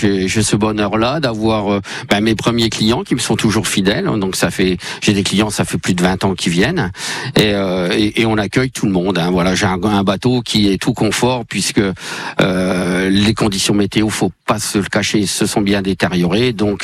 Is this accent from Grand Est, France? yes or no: yes; Vitry-le-François, Grand Est, France; moved away; Enfant du pays, je suis né ici à Vitry-le-François.